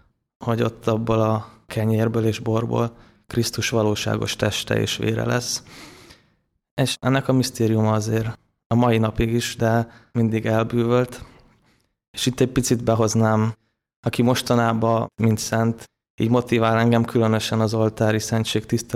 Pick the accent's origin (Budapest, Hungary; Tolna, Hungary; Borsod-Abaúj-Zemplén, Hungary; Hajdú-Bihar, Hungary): Budapest, Hungary; born there; Én Budapesten születtem, egy alapvetően teljesen keresztény családba első gyermekként.